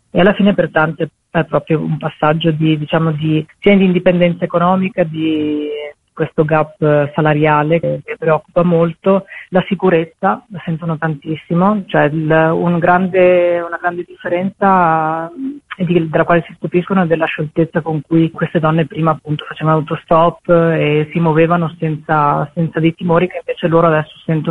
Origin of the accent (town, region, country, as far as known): Borgo Valsugana, Trentino-Alto Adige, Italy; born or raised there